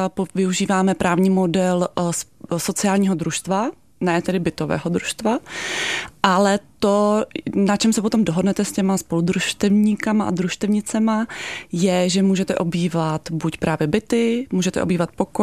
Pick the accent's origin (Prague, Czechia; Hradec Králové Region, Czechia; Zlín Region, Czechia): Prague, Czechia; Žiju celý život v Praze, narodila jsem se v Praze, ale začala jsem mít pocit, že už Praha pro mě není